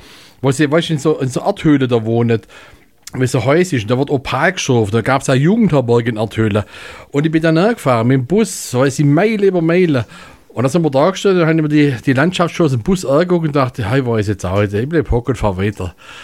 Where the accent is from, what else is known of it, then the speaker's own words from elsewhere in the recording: Baden-Württemberg, Germany; accent: Italian Swabian; Ah, aus meiner Heimat, gut.